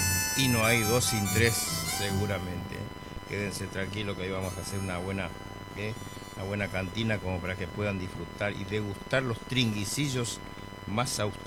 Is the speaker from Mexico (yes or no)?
no; Chaco, Argentina; yo soy del Chaco